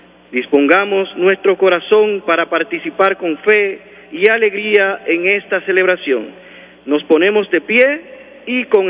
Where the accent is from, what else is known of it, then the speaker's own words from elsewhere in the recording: Dominican Republic; nos unimos también como dominicanos